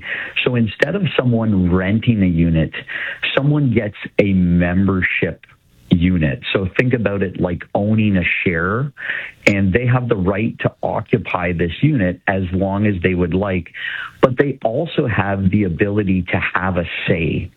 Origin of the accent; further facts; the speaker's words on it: Niagara, Ontario, Canada; someone who was born and raised in Niagara to participate with all of these great partners and bring some of the real housing solutions for affordability to our community here in Niagara.